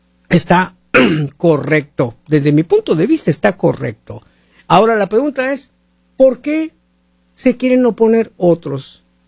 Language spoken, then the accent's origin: Spanish; Mexico; now in United States; tú eres de México, yo soy de México